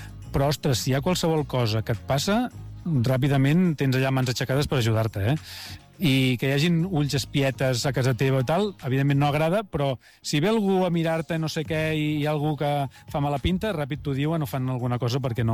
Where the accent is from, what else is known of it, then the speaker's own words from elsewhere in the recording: Barcelona, Catalonia, Spain; moved away as an adult; now in Garrotxa, Spain; nosaltres som de Barcelona tota la vida, però fa 8 anys vam fer aquest pas de marxar cap a un poble petit de la Garrotxa